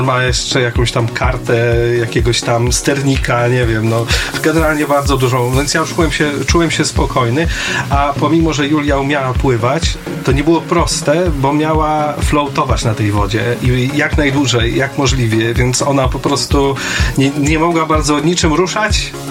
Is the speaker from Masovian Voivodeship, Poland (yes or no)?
yes; Pionki, Masovian Voivodeship, Poland; ja jestem z Pionek